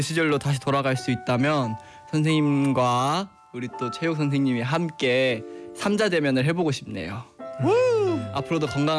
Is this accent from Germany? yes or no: no; Yeongdeok, North Gyeongsang, South Korea; now in Seoul, South Korea; 저는 고향이 경상북도 영덕입니다.